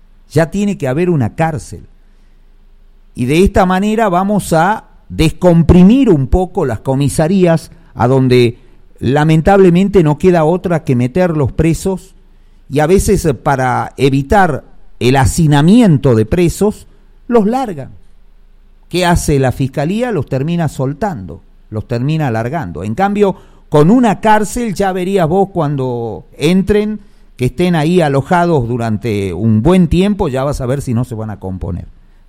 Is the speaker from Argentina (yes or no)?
yes; Salta, Argentina; los últimos somos los de ANTA.